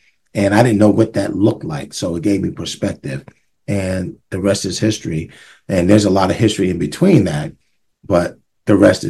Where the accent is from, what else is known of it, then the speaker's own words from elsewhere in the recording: Montclair, New Jersey, United States; As I said, I'm from Montclair, New Jersey.